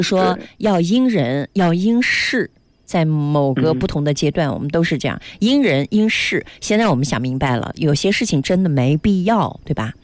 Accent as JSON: {"language": "Chinese", "region": "northern China", "country": "China", "said": "而且我也是北方人"}